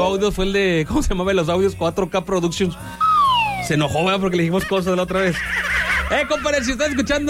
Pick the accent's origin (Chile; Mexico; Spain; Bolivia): Mexico; Así somos bien, los mexicanos, güey.